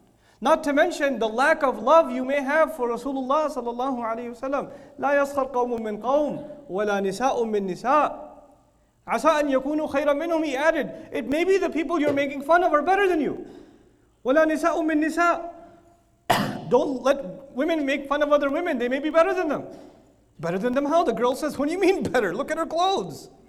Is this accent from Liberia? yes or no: no; Pakistan; I come from Pakistan, that's my home country.